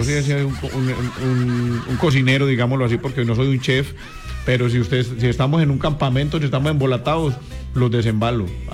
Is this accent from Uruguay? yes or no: no; Colombia; somos colombianos